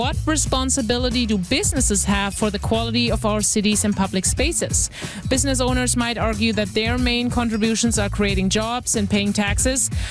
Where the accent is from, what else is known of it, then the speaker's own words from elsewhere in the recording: Germany; now in Saskatchewan, Canada; when I was moving from Germany to Saskatchewan, I noticed familiar place names didn't sound familiar.